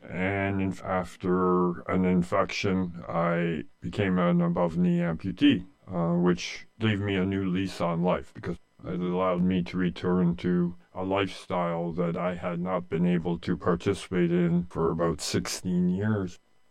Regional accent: Canada; I'm a Canadian, but I enlisted in the United States Marine Corps in the early 80s.

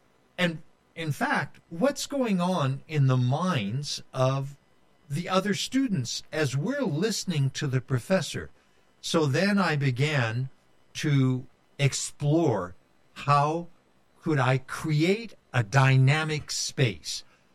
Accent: Marshall, Texas, United States; born there; Certainly. I was born in 1950 in Marshall, Texas.

